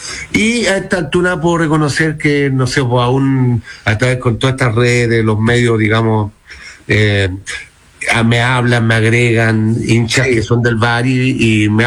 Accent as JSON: {"language": "Spanish", "country": "Chile", "said": "con todas las, quizás como las adversidades que teníamos como jugadores chilenos, pues, ¿cachai?"}